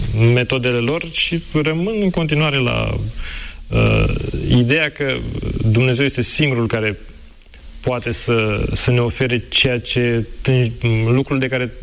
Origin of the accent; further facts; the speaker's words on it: Romania; noi ca români ne-am săturat, zicem, 35 de ani de corupție.